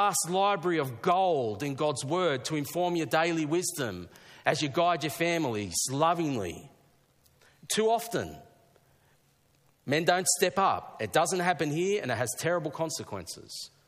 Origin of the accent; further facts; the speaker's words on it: Thirroul, New South Wales, Australia; There's this little shop down south where I grew up in Thirroul called Buck Hamblin.